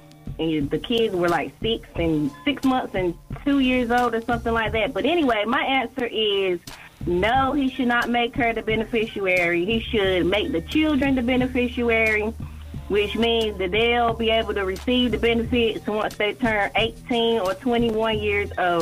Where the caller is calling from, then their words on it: North Carolina, United States; I'm calling from North Carolina